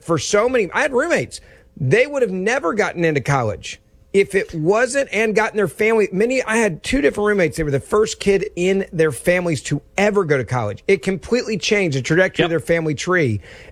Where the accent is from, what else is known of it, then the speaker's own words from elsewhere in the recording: Memphis, Tennessee, United States; the African-American University of Memphis, my hometown football coach, he got behind this